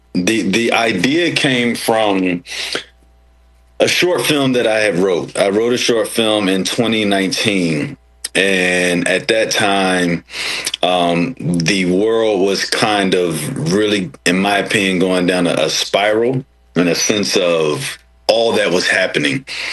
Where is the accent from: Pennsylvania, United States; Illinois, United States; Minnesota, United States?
Pennsylvania, United States; Philadelphia; moved away as an adult; now in Los Angeles, United States; we're all from Philly.